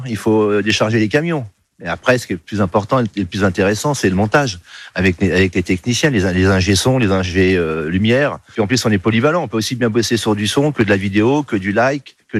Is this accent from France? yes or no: yes; Orléans, Centre-Val de Loire, France; puisque je suis d'Orléans